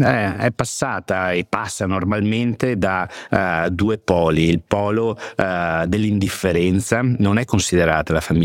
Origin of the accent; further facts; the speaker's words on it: Veneto, Italy; dalle mie parti in Veneto